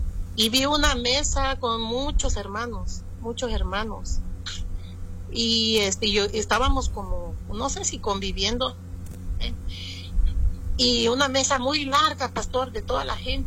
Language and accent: Spanish; Acapulco, Guerrero, Mexico; Yo soy de Acapulco, Guerrero